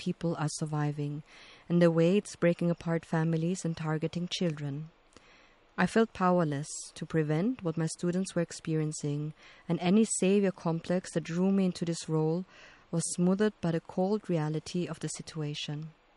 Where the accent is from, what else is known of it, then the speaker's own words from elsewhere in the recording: London, United Kingdom; I was raised in North London, in a lower middle class, predominantly black family, in a majority white neighborhood